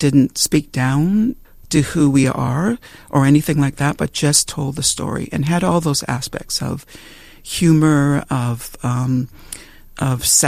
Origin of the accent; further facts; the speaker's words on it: Temagami, Ontario, Canada; Yeah, when I grew up in Tomogamee, in Northern Ontario, but I think this is true for all across Canada, really, at the time